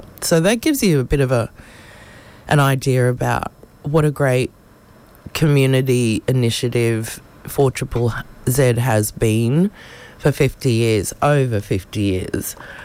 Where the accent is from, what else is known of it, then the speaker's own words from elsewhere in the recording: Brisbane, Queensland, Australia; I grew up in Carina Heights, Buckley Street, just off Win Stanley, right at the other end of the road. It's my favourite place.